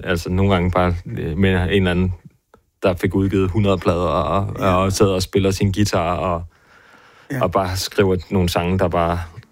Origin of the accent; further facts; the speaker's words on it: Svendborg, Region of Southern Denmark, Denmark; jeg er fra Svendborg, og den handler ligesom bare, det er sådan meget en melodi, for sådan, hvad, altså hvor jeg er fra, og det er sådan gule huse, træskib ude på vandet